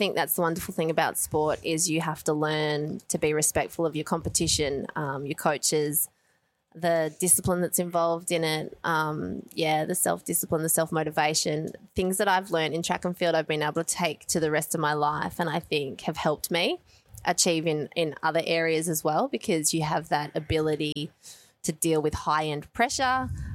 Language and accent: English; Australia; I come from Australia where we're very big on making sure that in each event we support females and males.